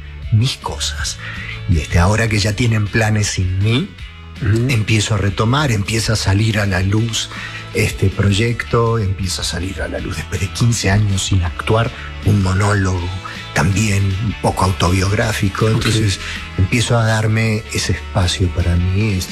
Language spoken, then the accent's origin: Spanish; Mexico; also born or lived in Uruguay; mis hermanas y yo somos uruguayos, pero nacimos en Uruguay. Yo soy más mexicano que el mole